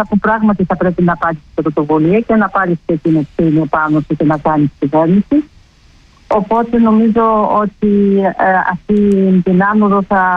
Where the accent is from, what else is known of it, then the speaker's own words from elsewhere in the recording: Germany; also born or lived in Greece; Μεγάλωσα στη Γερμανία. Ήμουνα 2,5 χρόνια μόνο στην Ελλάδα